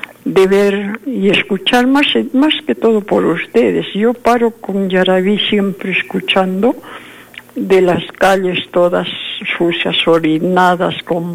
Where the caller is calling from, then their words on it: Arequipa, Peru; nosotros los arequipeños